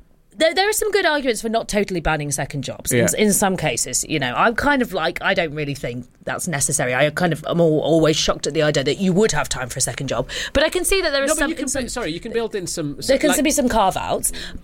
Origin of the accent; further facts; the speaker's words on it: Wakefield, Yorkshire and the Humber, United Kingdom; also born or lived in Barnsley / Sheffield; You know, I grew up in Wakefield, which is in West Yorkshire. Lived in Barnsley for a bit, went to university in Sheffield.